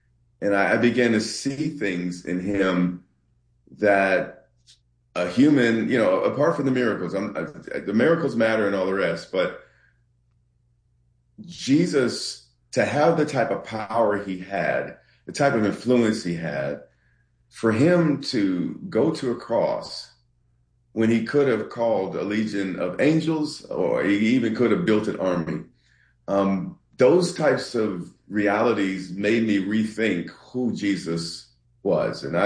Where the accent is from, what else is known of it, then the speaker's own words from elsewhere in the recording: Central Islip, New York, United States; also born or lived in New Jersey / Willingboro; I grew up in outside New York City in Long Island, New York, Central Islip.